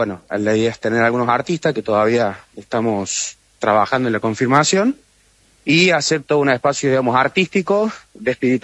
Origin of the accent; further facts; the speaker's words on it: Córdoba, Argentina; creo que eso nos va a hacer mucho bien, como cordobeses y como argentinos.